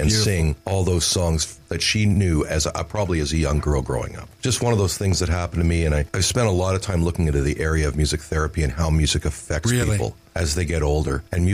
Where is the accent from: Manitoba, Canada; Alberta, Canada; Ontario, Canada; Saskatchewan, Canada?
Ontario, Canada; Toronto; I loved classic rock radio as a teenager growing up in Toronto. I listened to Chum FM and CFNY.